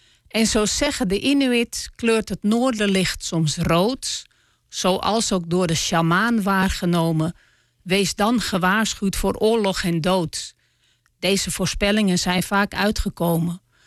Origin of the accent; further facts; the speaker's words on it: Amsterdam, North Holland, Netherlands; ik ben opgegroeid in Amsterdam Oud-West. Met veel Marokkaanse, Turkse, Surinaamse vriendjes en vriendinnetjes.